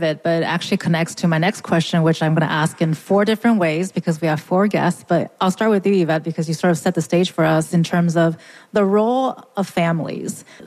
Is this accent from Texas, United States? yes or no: no; California, United States; moved away as an adult; also born or lived in New Jersey; I'm originally from California. And when my husband and I moved to the East Coast, we were in New Jersey first.